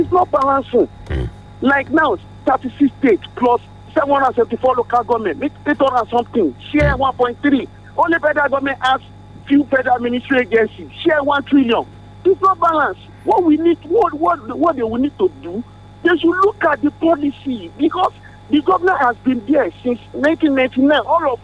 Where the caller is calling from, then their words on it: Ilorin, Kwara, Nigeria; I'm calling from Ilorin.